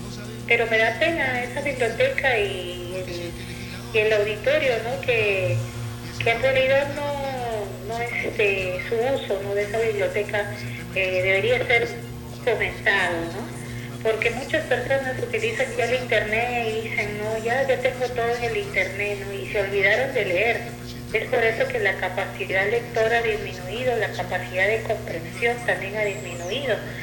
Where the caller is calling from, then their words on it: Talara, Piura, Peru; yo vivo en Enace.